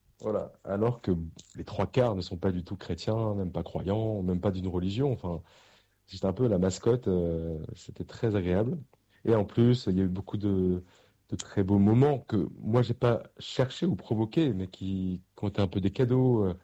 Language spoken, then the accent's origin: French; Paris, Île-de-France, France; Alors moi, je viens d'une famille du sud-ouest. Et même si j'ai grandi à Paris, mais j'ai beaucoup de cousins dans le sud-ouest qui ont fait du rugby